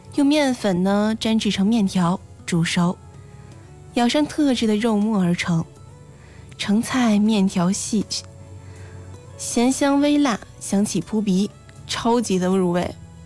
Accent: Tianjin, China

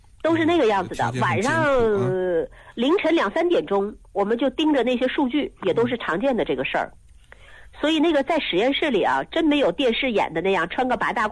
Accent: Northeast China, China; moved away; 我们老家就长白山脉

